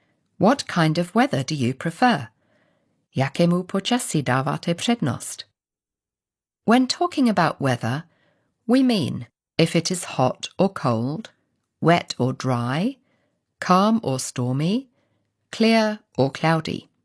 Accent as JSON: {"language": "English", "country": "United Kingdom", "said": "I come from Britain, where we have a lot of weather. It's a stereotype about British people that they love talking about the weather."}